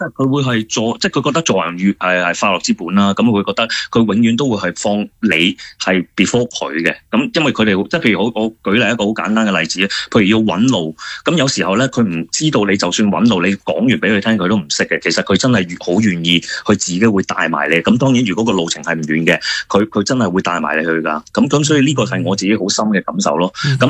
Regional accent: Hong Kong; now in Thailand

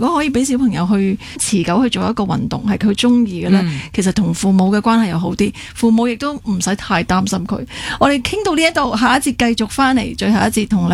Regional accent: Hong Kong; 为我哋港人争光

